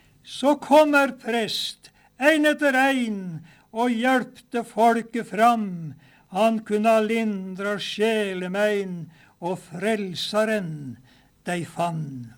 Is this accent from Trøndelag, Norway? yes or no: no; Nesbyen, Buskerud, Norway; Jeg er oppvoksen på opphavsgarn i Nes.